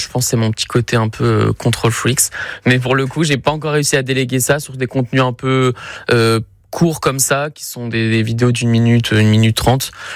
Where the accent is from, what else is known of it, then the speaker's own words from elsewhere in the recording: Nice, Provence-Alpes-Côte d'Azur, France; born there; now in Pays de Grasse, France; Moi, je suis très fier d'être d'ici. Je suis né à Nice, à Lanval.